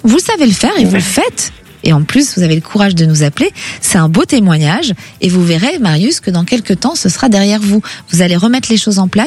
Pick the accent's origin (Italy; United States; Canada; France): France; Villejuif, Île-de-France; Moi, j'ai grandi à côté, à Villejuif.